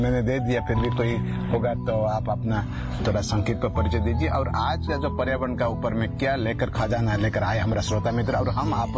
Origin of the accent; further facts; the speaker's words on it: Odisha, India; हम तो ओडिशा से आए यहाँ पर